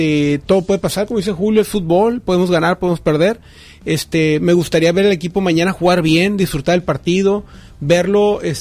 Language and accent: Spanish; Mexico